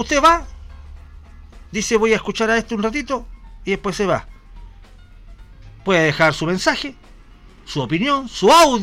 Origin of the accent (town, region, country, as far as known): Chile